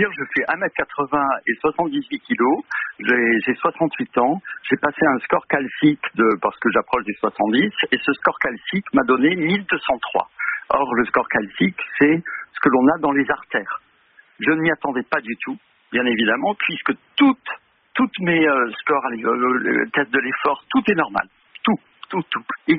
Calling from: Nouvelle-Aquitaine, France; Je vous appelle de près d'Arcachon, en fait, près de Bordeaux.

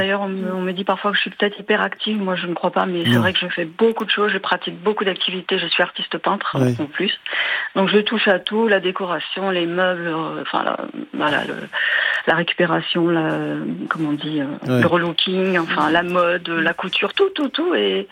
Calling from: La Bonneville-sur-Iton, Normandy, France; J'habite la Bonneville-sur-Iton en Normandie.

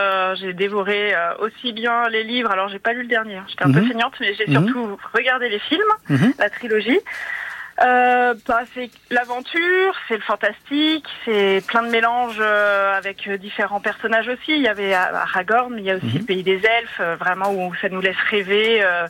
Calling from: Sancerre, Centre-Val de Loire, France; Moi de Sancerre, alors, centre de la France

